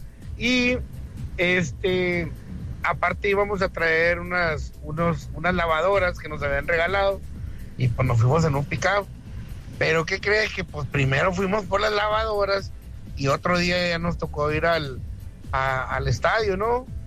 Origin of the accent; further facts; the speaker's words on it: Mexico; Somos mexicanos.